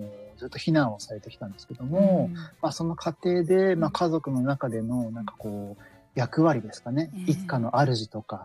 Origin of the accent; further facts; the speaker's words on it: Tokyo, Japan; 僕東京出身なんで、それまで福島とか東北に縁もゆかりもなかったんですけども